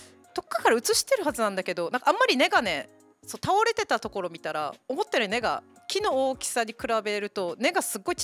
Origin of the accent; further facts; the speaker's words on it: Okinawa, Japan; 私は沖縄市の人間なんで